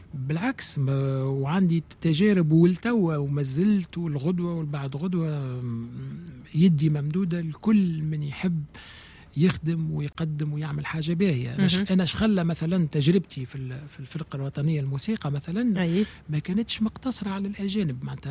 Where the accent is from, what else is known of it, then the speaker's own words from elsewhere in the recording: Tunisia; في تونس راهو عندنا برشا أصوات